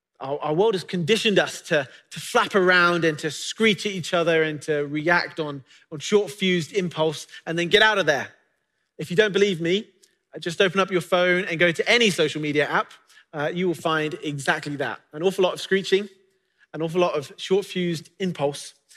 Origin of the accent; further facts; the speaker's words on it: England, United Kingdom; moved away; And being from the UK, I know this only too well. We used to go on vacations to the beach, which was an hour away from where I used to live.